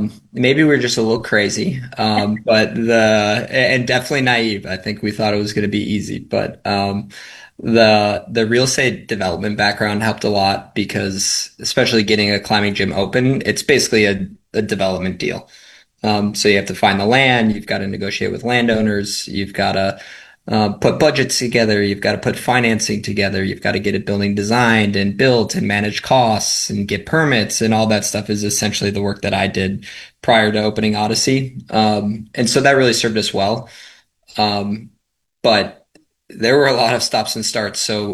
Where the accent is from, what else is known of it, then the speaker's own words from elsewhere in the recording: Wrightstown, Wisconsin, United States; also born or lived in Oshkosh; So I grew up in Northeast Wisconsin, born in Oshkosh, grew up in Wrightstown for many years, and then graduated high school from Green Bay, Notre Dame.